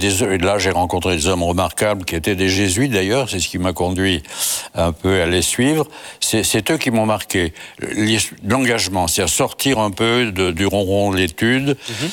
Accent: Saint-Étienne, Auvergne-Rhône-Alpes, France; Alors, je suis originaire d'une ville en sinistrée, qui est Saint-Étienne, qui jadis était une ville, quand j'étais enfant, très prospère

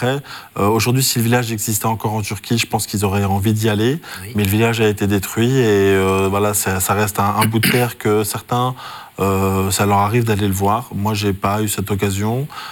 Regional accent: France; Moi, j'ai grandi en France.

